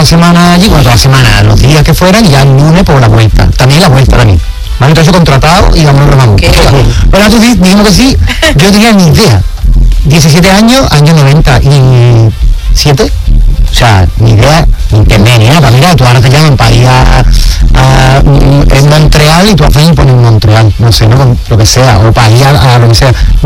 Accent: Cádiz, Andalusia, Spain; yo soy de Cádiz, entonces en Cádiz no nos tocaba

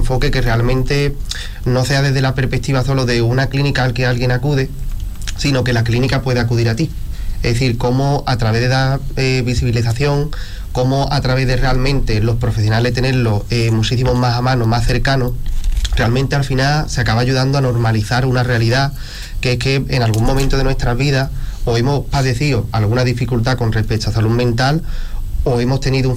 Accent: Arcos de la Frontera, Andalusia, Spain; Yo creo que, salvo a lo mejor Manuel y yo, que sí que somos de Arcos, el resto son de fuera.

